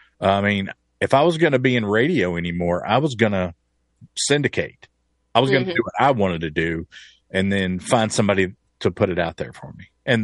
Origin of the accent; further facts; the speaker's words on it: Bristol, Tennessee, United States; Yeah, well, I grew up in Bristol, Tennessee.